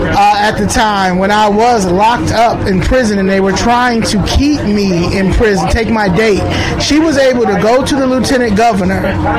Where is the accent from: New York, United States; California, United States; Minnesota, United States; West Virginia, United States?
New York, United States; now in Chicago, United States; This is my mother's hometown. I'm from New York.